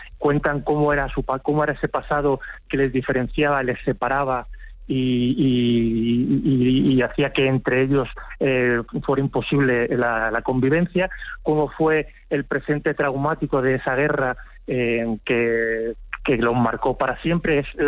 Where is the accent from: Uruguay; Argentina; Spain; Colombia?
Spain; Kosovo es como para un español... aunque no tenemos ese sentimiento tan nacionalista como lo tiene un serbio